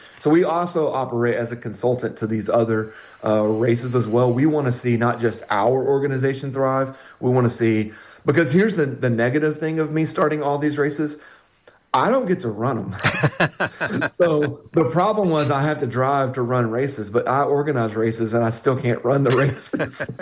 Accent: Tyronza, Arkansas, United States; I'm originally from Tyronza, right?

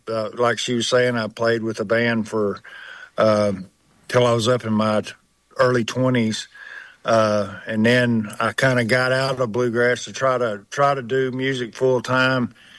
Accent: Little Rock, Arkansas, United States; born and raised in Arkansas, lived in Little Rock.

